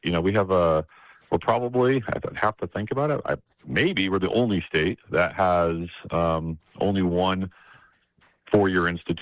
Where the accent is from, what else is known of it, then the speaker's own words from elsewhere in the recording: Rock Springs, Wyoming, United States; Yeah, I'm originally from Rock Springs, so I know the western side of the state and love it. And I grew up in Rock Springs, graduated from Rock Springs High School in 1992